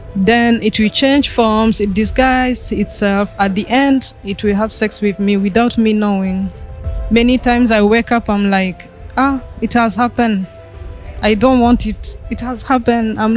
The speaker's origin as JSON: {"language": "English", "country": "France", "said": "I'm coming from France."}